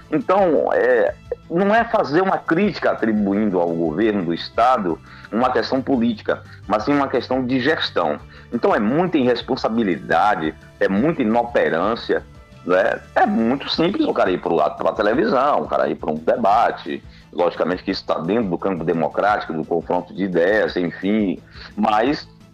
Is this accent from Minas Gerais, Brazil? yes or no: no; Bahia, Brazil; aqui no Baixo Sul da Bahia, que é uma região de onde eu sou oriundo